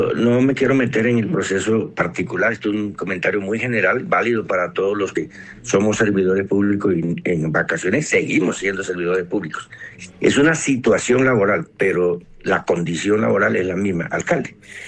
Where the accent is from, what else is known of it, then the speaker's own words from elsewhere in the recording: Colombia; nosotros los colombianos estamos defendiendo nuestra democracia.